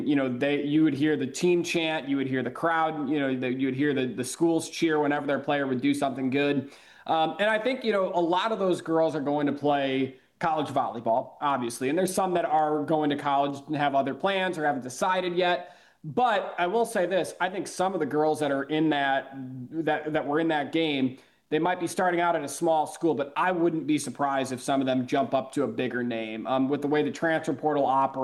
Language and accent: English; Chicago, Illinois, United States; But I tell you what, man, I'm from Chicago, right? I'm not going to try to pretend that I'm some sort